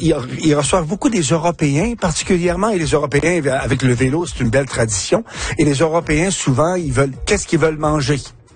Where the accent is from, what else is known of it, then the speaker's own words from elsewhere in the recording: Hébertville-Station, Quebec, Canada; Ben en fait, c'est le lac Saint-Jean. Évidemment, on nous appelle les Bleuets. Mm-hmm. Et le charme, évidemment, moi, je viens d'un tout petit village d'agriculteurs qui s'appelle Héberville Station.